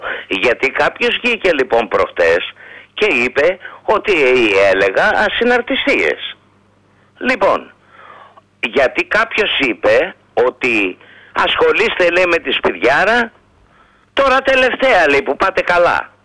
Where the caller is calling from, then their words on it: Ilion, Attica, Greece; από Ήλιον.